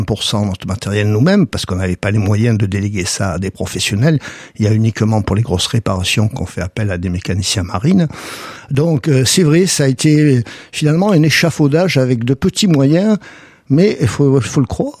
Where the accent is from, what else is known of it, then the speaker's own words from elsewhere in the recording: Marseille, Provence-Alpes-Côte d'Azur, France; j'ai grandi, je suis né à Marseille. Donc, mon père était corse.